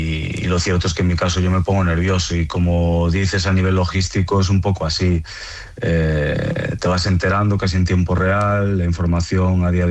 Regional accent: Galicia, Spain

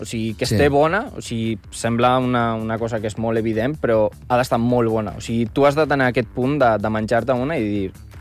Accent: Basque Country, Spain; moved away as an adult; now in Barcelona, Spain; jo vaig arribar a Barcelona fa 7 anys, perquè jo soc del País Basc

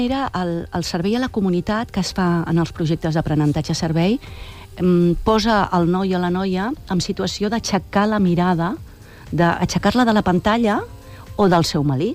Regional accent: L'Hospitalet de Llobregat, Catalonia, Spain; jo sóc molt de l'Hospitalet

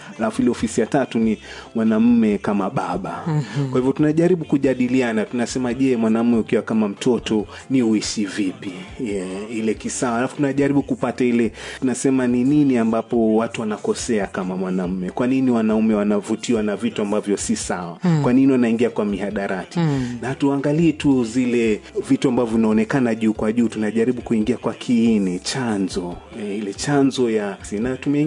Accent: Mombasa, Mombasa County, Kenya; Na mimi ni mzaliwa pwani wa Kenya, mji unaojulikana kama Mombasa. Nimezaliwa huko Mombasa, nimelelewa Mombasa, kwa hivyo mimi ni mwenyeji wa pale Mombasa.

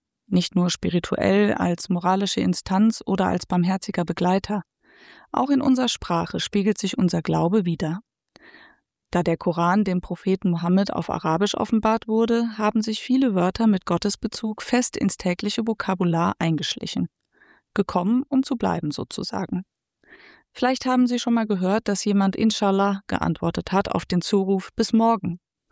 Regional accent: Bavaria, Germany; born there; Ich bin in Bayern geboren.

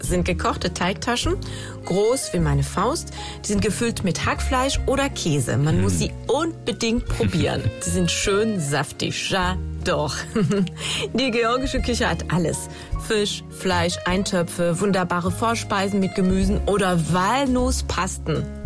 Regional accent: France; als Französin

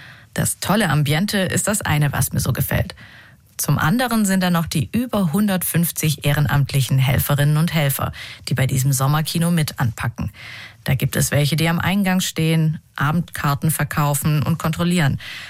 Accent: Esslingen, Baden-Württemberg, Germany; Besonders toll finde ich das Open-Air-Kino in meiner Heimatstadt Esslingen.

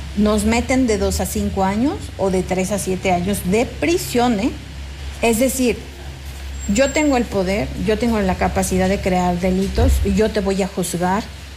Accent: San Luis Potosí, Mexico; Pero soy una ciudadana, soy potosina y tengo mucha preocupación porque este no es el San Luis que yo quiero para la para mi familia, para los futuros potosinos

